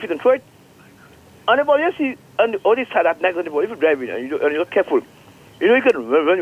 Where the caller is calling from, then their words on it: St. Lucia; I'm from Rockleary